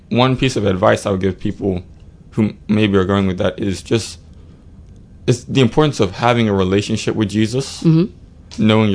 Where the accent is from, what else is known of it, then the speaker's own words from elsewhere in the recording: Bermuda; So I am Bermudian.